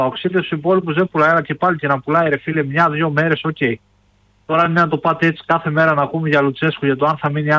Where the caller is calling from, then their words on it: Drama, Eastern Macedonia and Thrace, Greece; όπως είμαι εγώ από τη Δράμα